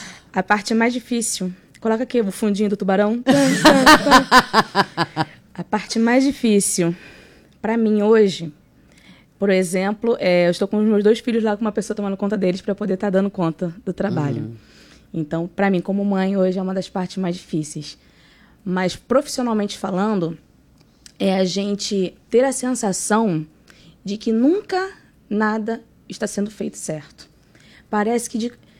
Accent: Belford Roxo, Rio de Janeiro, Brazil; moved away as an adult; now in Arraial do Cabo, Brazil; Eu sou cria da escola pública, vim lá de Belfor Roxo.

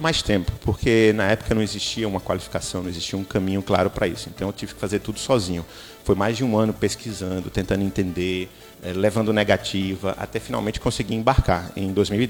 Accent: Recife, Pernambuco, Brazil; now in Japan; sou do Recife

